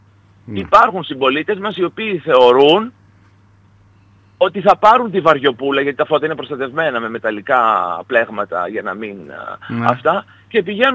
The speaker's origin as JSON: {"language": "Greek", "town": "Thessaloniki", "region": "Central Macedonia", "country": "Greece", "said": "γιατί εγώ ως Θεσσαλονικιός ξέρω, το παίρνω και προσωπικά κάπου και προσβάλλομαι"}